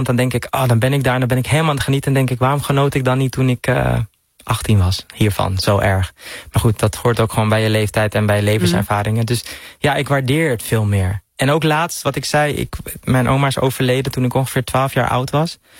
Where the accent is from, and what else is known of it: Netherlands